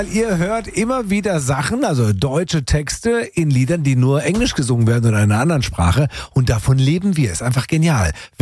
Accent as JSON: {"language": "German", "town": "Tübingen", "region": "Baden-Württemberg", "country": "Germany", "tie": "born or raised there", "said": "Das also, fängt deprimierend an, wenn meine Heimatstadt Tübingen mir jetzt gerade in den Rücken fällt."}